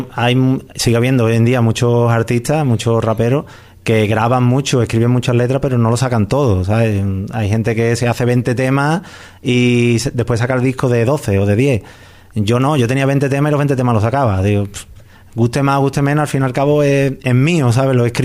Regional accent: Alcalá de Henares, Community of Madrid, Spain; allí en Alcalá está el barrio de Pablo VI y la barriada La Paz, que es de donde yo soy.

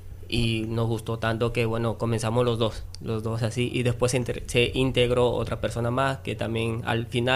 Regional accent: Trujillo, La Libertad, Peru; Yo soy de Perú. De Perú. Yo vivo en la ciudad de Trujillo, que también en Trujillo hay un pueblo que se llama Casa Grande.

